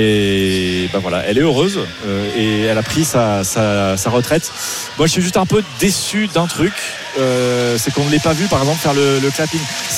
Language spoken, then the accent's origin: French; France; also born or lived in Russia; je suis française et russe